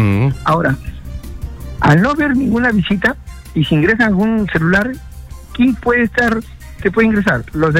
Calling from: Piura, Peru; yo hablo desde Piura

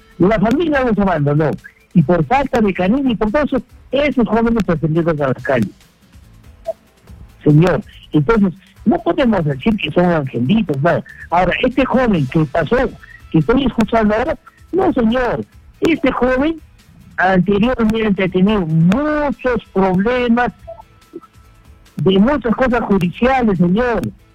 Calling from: Puno, Peru; le hablo desde Puno.

